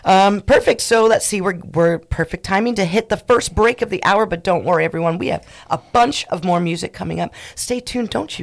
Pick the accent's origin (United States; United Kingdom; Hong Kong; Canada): United States; Glen Ellen, California; I grew up going there because I grew up in Glen Ellen